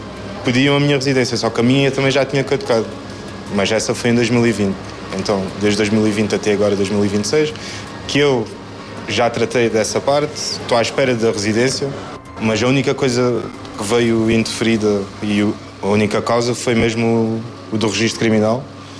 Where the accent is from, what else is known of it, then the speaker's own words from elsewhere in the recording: Portugal; Cabo Verde, adoro, vai estar sempre aqui, está no sangue, mas o meu país é aqui. Foi onde eu nasci, foi onde eu fui criado, é onde eu tenho amigos, família, tenho tudo.